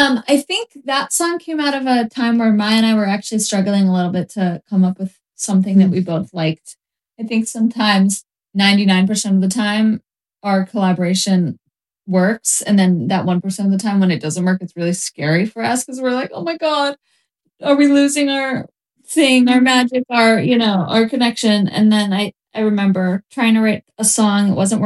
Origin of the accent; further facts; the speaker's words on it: Bay Area, California, United States; also born or lived in New Orleans / Los Angeles; that's where we're from the Bay Area. And so a lot of times when we write music, it's about the Bay or maybe it's about New Orleans. We also lived there.